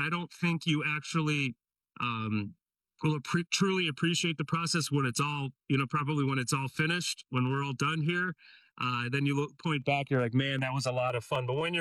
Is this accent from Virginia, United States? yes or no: no; Detroit, Michigan, United States; You know, I grew up in Detroit, and, you know, I was a Lions fan.